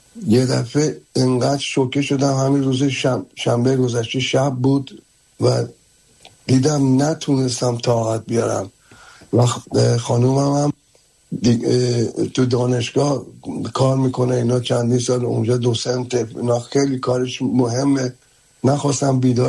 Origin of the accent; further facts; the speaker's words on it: Tehran, Tehran Province, Iran; born there; من در یک محله متولد شدم در تهران 400 دستگاه که فوتبال خیز بود،